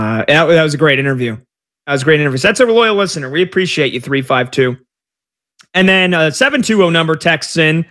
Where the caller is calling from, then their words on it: Cheyenne, Wyoming, United States; also born or lived in Denver, United States; I'm texting you from Cheyenne, Wyoming. I lived in Denver for 45 years.